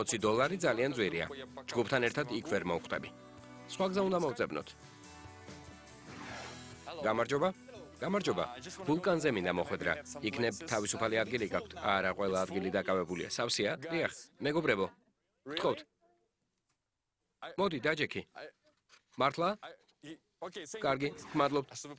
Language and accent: Georgian; Ukraine; now in London, United Kingdom; ჩვენ ლონდონიდან ვართ, მე უკრაინიდან.